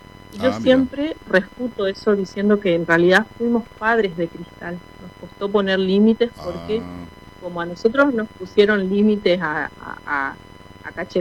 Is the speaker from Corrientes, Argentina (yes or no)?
yes; Corrientes, Argentina; also born or lived in Buenos Aires; yo soy nacida en Buenos Aires y siempre digo que soy criada y mal criada en Corrientes.